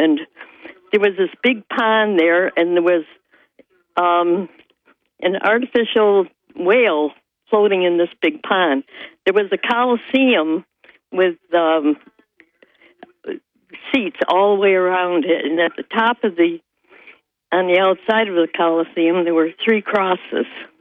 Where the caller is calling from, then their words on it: Dickinson, New York, United States; from the town of Dickinson.